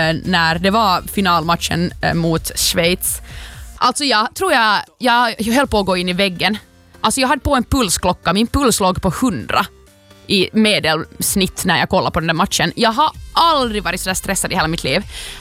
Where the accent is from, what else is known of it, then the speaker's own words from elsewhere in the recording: Finland; vi var från Finland, jag och min sambo